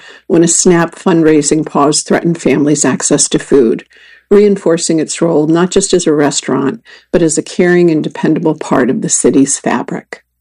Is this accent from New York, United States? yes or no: no; Owensboro, Kentucky, United States; Owensburg, Kentucky. There's a landmark in my hometown, Owensburg, Kentucky, Wonder Whip, a 1950s-era hamburg and ice cream stand.